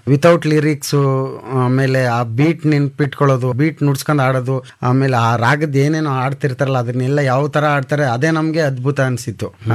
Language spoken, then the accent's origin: Kannada; Chamarajanagar, Karnataka, India; moved away as an adult; also born or lived in Mysore; ಯಳಂದೂರು ತಾಲೂಕು ಚಂಗಚಳ್ಳಿ ಅಂತ ಗ್ರಾಮ ಸರ್. ಅಲ್ಲಿ ಒಂದು ಪುಟ್ಟ ಹಳ್ಳಿ, ಅಲ್ಲಿಗೆ ಏನೋ ಒಂದು ಬಸ್ಸು ಎರಡು ಬಸ್ ಇರ್ಬೋದು.